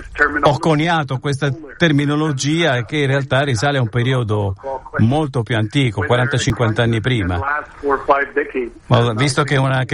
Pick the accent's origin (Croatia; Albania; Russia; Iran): Iran; moved away; Io sono cresciuto in Iran. Un paese che è sempre stato famoso per i suoi problemi idrici.